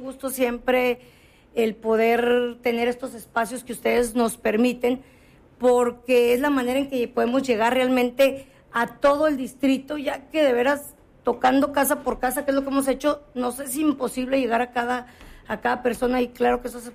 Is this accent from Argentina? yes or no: no; Torreón, Coahuila, Mexico; yo nací, crecí aquí en Torreón. Tengo mi negocio aquí en Torreón